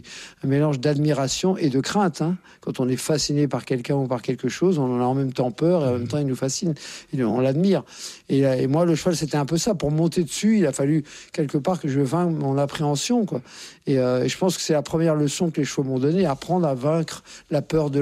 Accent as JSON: {"language": "French", "town": "Courbevoie", "region": "Île-de-France", "country": "France", "tie": "born there"}